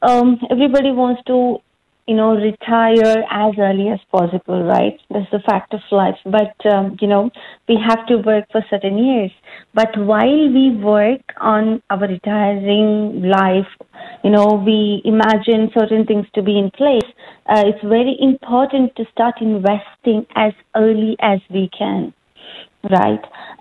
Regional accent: India; moved away; I'm an Indian

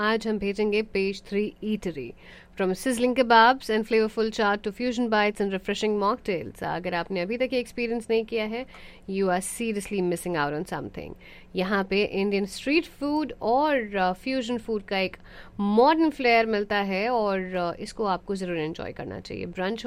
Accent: Patna, Bihar, India; now in United States; हम पटना से हैं

